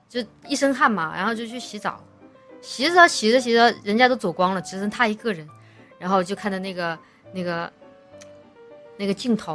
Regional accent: southern China, China; 我是南方人嘛

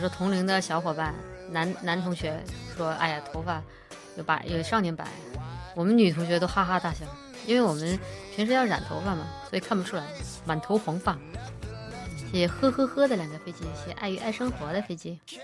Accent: China; 我家乡川渝地区

